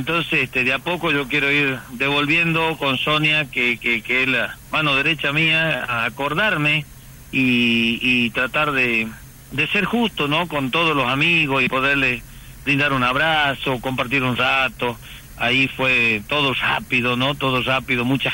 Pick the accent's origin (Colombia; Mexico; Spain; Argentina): Argentina; sigamos diciendo que somos argentinos.